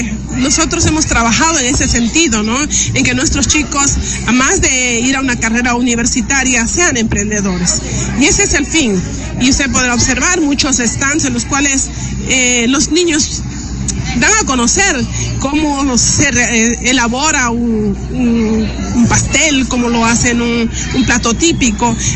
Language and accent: Spanish; Morona Santiago, Ecuador; Somos de Monoa Santiago, tenemos una estadística alta en la cual pues la etnia shuar también es parte de nuestra vida cotidiana.